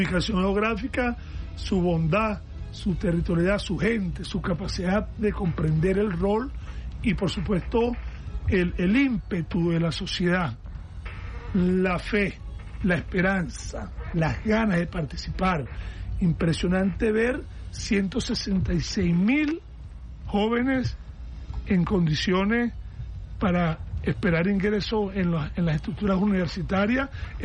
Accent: Venezuela

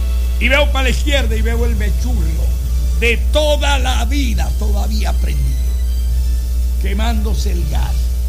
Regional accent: Venezuela

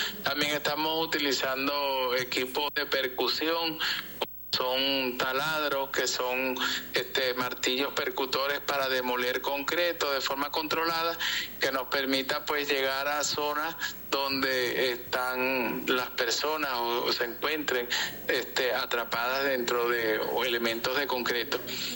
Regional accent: Venezuela

